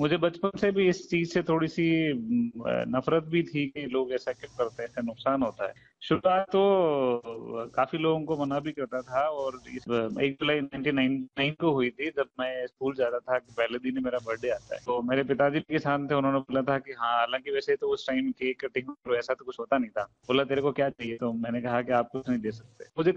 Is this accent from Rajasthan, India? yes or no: yes; Nagaur district, Rajasthan, India; now in Karauli district, India; मैं नागौर जिले से आता हूं और मेरी स्कूलिंग राजस्थान से हुई है ग्रेजुएशन।